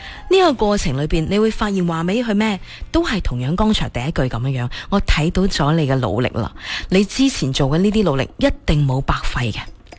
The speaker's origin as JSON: {"language": "Cantonese", "region": "Guangdong", "country": "China"}